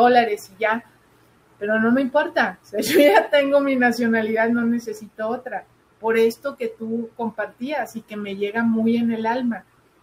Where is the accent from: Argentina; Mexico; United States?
Mexico; yo ya tengo la mexicana y tengo suficiente con la mexicana, no necesito otra nacionalidad.